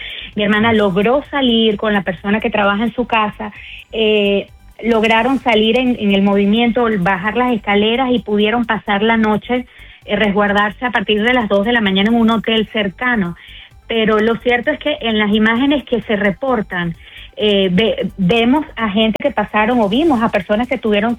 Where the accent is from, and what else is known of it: Venezuela